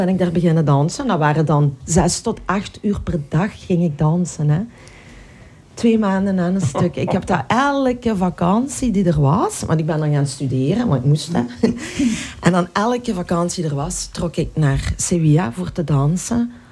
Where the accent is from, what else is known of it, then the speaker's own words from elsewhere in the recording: Lillo, Flanders, Belgium; first language Spanish; moved away as an adult; En ik kwam uit Lilo. Middle of nowhere.